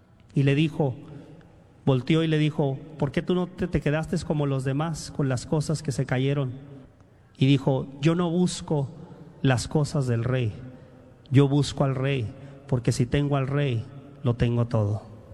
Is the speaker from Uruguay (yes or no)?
no; Mexico; moved away as an adult; Hace muchos años, yo también, como muchos de ustedes, como tantos miles que venimos de otros países, yo de México